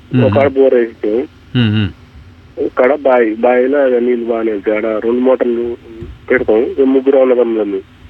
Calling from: Warangal district, Telangana, India; మాది మున్రాయి గ్రామం, వరంగల్ జిల్లా.

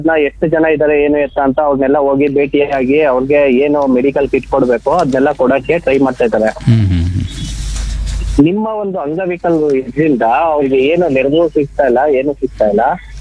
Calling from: Mysore, Karnataka, India

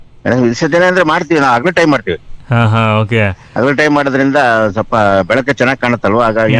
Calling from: Hassan district, Karnataka, India; ಹತ್ತಿ ಜೋಡನಹಳ್ಳಿ, ಹೊಳೆಸಪುರ ತಾಲೂಕು, ಹಾಸನ ಜಿಲ್ಲೆ. 573-211

